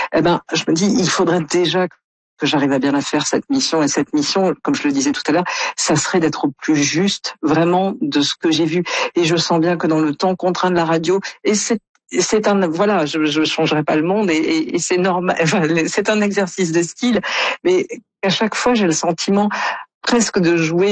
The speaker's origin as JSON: {"language": "French", "country": "France", "said": "a du mal à imaginer quand on est canadien ou comme moi français"}